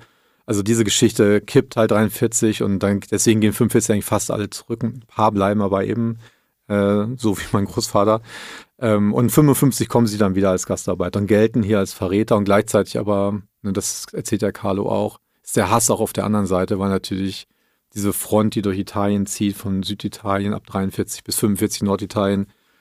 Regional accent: Southern Germany, Germany; ich bin in Süddeutschland zur Schule gegangen.

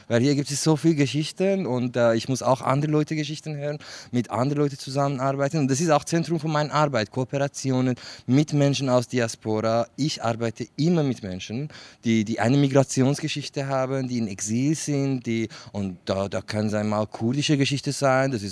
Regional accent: Northeast Syria, Syria; Ich bin ein Kurde und ich bin ein Kurde assoziiert aus Rojava. Das ist dort, wo ich geboren bin, aufgewachsen bin.

